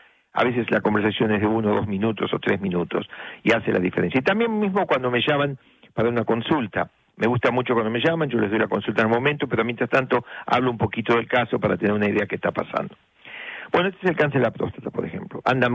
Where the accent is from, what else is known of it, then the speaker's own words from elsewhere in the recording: La Plata, Buenos Aires Province, Argentina; born there; moved away; allá en la calle 1 y 42, en La Plata, donde nací, enfrente del ferrocarril Roca.